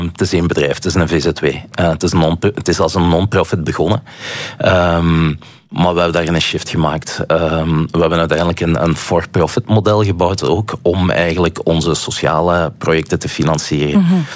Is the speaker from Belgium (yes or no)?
yes; Flanders, Belgium; Ik zeg, soy de Belgica.